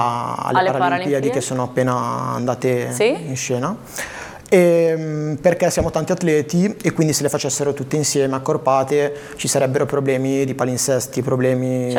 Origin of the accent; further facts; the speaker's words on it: Lodi, Lombardy, Italy; perché sono di Lodi